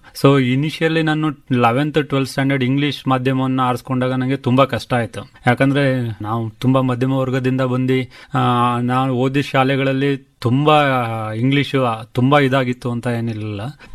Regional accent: Mysore, Karnataka, India; ನಾನು ಮೂಲತಃ ಮೈಸೂರಿನವನು. ಮೈಸೂರು ಅದು ಪಡ್ವಾರಳ್ಳಿ ಅಂತ ಒಂದು ಗ್ರಾಮ ಇದೆ, ನಾನು ಅಲ್ಲೇ ಹುಟ್ಟಿದ್ದು, ಅಲ್ಲೇ ಬೆಳೆದಿದ್ದು.

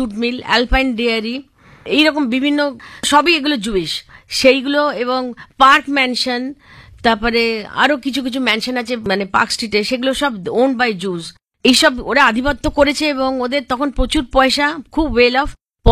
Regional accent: India; আমি যেহেতু ভারতীয় তো আমাকে ডেকেছিলেন এই ব্যাপারে একটু মানে ওখানে একটা লেকচার দিতে

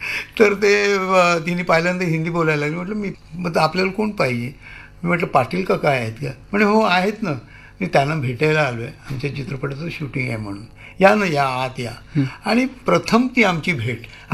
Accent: Maharashtra, India; मी म्हटलं महाराष्ट्रीयन आहे, तुम्ही मराठीत बोललात तर चालेल.

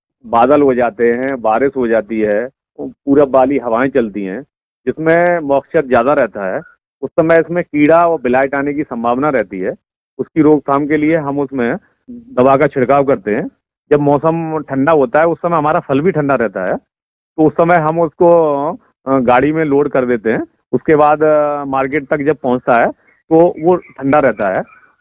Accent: Kitaut, Uttar Pradesh, India; गांव की कीटौत फिरोजाबाद का रहने वाला हूँ।

